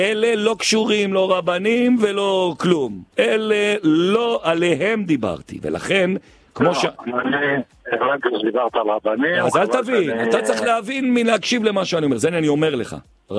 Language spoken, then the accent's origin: Hebrew; Jerusalem, Jerusalem District, Israel; אני רק משדר בגבעת זאב, אני ירושלמי